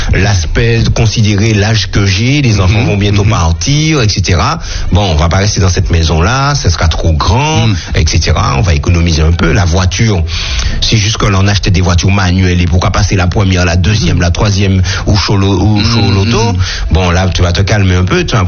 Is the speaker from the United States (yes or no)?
no; Martinique; en tant que martiniquais